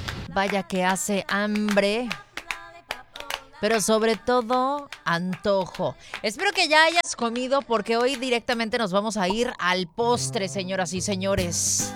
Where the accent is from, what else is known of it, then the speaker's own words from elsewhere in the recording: Mexico; como los mexicanos solemos hacerlo